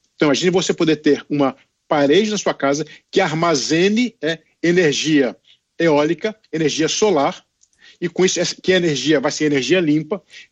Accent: Brasília, Federal District, Brazil; now in United States; Sabe que eu sou de Brasília, sou matemático pela Universidade de Brasília, uma ótima universidade

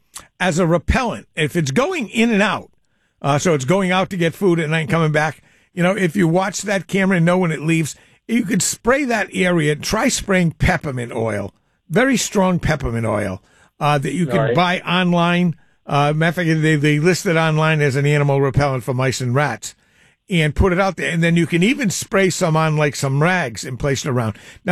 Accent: East Providence, Rhode Island, United States; here in my hometown of East Providence

